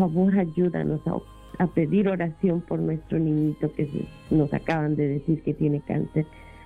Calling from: Harlingen, Texas, United States; de Harlingen, Texas.

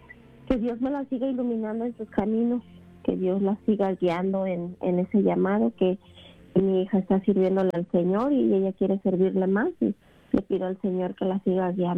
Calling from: Chicago, Illinois, United States; de Chicago.

